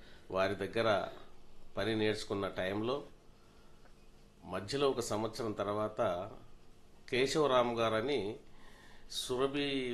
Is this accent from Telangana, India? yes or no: yes; Gandravupalli, Telangana, India; మా ఊరు వచ్చేసి గ్రామం గండ్రవుపల్లి